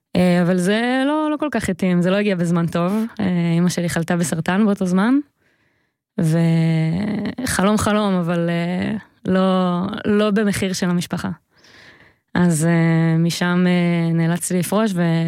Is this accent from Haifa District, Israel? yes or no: no; Beersheba, Southern District, Israel; גדלתי בבאר שבע, משפחה מרוקאית גדולה ושמחה.